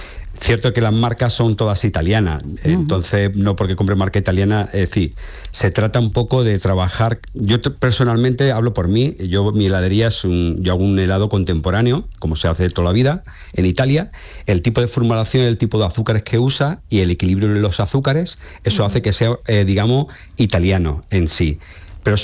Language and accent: Spanish; Spain